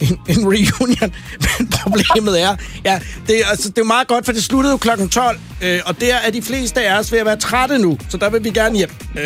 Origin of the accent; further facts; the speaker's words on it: Virum, Capital Region of Denmark, Denmark; fra Virum byen, hvor jeg kommer fra.